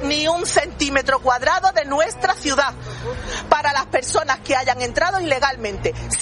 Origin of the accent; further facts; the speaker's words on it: Spain; Si ellos tienen derecho, nosotros como españoles también tenemos derecho.